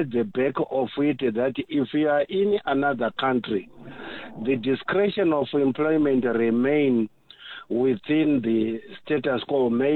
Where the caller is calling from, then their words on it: South Africa; Even if I am a South African